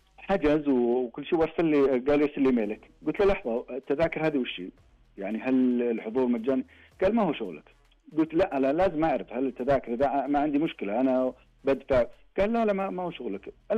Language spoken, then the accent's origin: Arabic; Saudi Arabia; أنا من السعودية